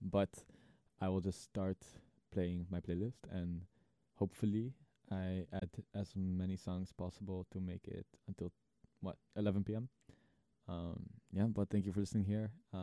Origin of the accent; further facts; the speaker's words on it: Netherlands; moved away as an adult; now in Lake Forest, United States; I am a senior here. I'm from the Netherlands